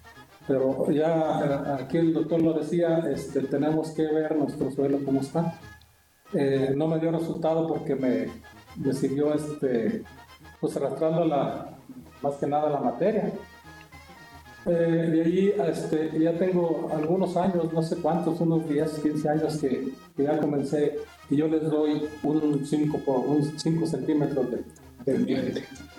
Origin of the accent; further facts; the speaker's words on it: Chachuit, Zacatecas, Mexico; yo vengo de Chachuit, Zacatecas.